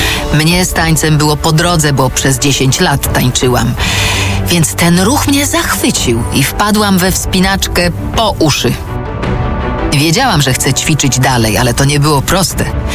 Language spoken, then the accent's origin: Polish; Silesian Voivodeship, Poland; moved away as an adult; Jesteśmy typową śląską rodziną